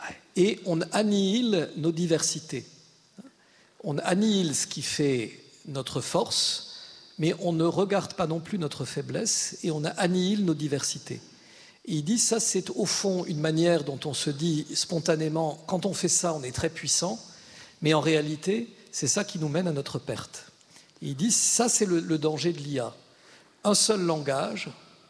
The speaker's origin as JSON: {"language": "French", "region": "Grand Est", "country": "France", "moved": "yes", "lives_now": "Bayonne, France", "said": "moi je suis alsacien, alors j'y suis sensible aussi à la pluralité des langues, hein, mais je l'ai vu quand je suis arrivé aussi à Bayonne aussi."}